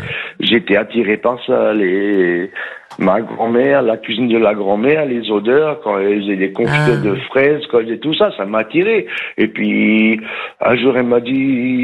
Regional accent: Pays de la Loire, France; Bon, je suis de Loire-Atlantique.

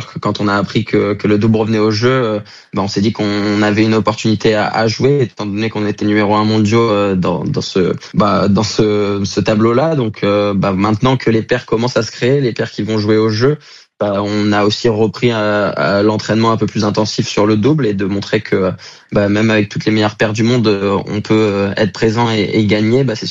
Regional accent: Montpellier, Occitanie, France; C'est un petit peu culturel de chez nous à Montpellier.

